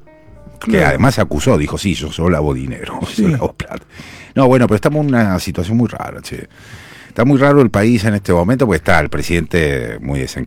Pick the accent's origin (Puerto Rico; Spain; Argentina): Argentina; los que terminamos mal somos los argentinos de Argentina